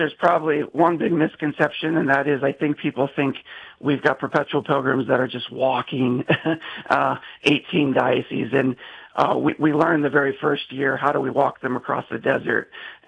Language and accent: English; United States